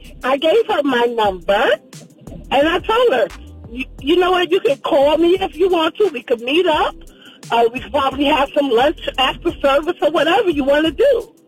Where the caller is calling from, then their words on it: Maryland, United States; I'm calling from Maryland.